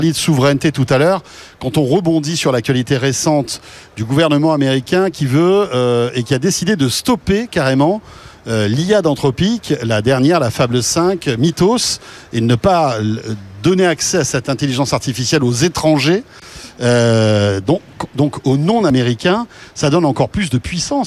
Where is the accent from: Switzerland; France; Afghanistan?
France; notamment chez nous en France.